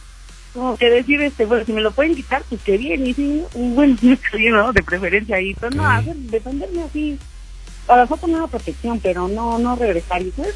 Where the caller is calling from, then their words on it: Temascalapa, State of Mexico, Mexico; No, estoy en el Estado de México.